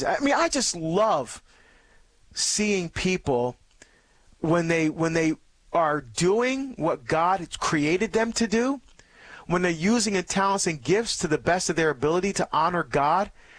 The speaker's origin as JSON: {"language": "English", "region": "New Jersey", "country": "United States", "tie": "born or raised there", "said": "So I really want to get back to Jersey, to my home state, to be able to speak at this event for law enforcement."}